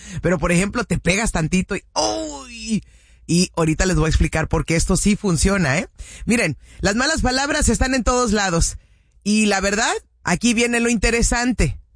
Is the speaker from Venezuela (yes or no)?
no; Cuernavaca, Morelos, Mexico; soy de Cuernavaca, Morelos, pues casi, soy chilanguita.